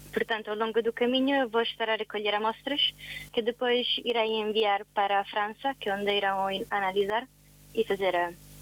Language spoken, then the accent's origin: Portuguese; Italy; Principalmente na Itália, porque eu sou italiana e foi o mais simples de contactar portos foi na Itália